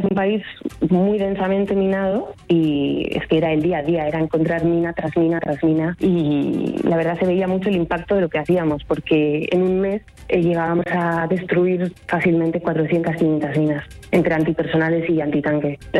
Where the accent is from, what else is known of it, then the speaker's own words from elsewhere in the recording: San Sebastián, Basque Country, Spain; soy de Donosti, tengo 35 años